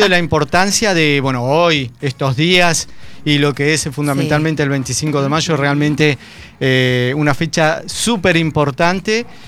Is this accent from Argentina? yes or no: yes; Argentina; porque soy argentino, ¿no?